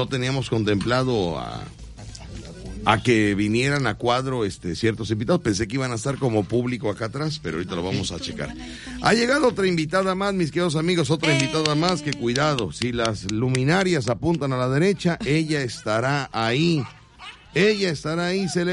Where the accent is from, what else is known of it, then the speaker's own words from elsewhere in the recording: Mexico; born there; No porque yo haya nacido aquí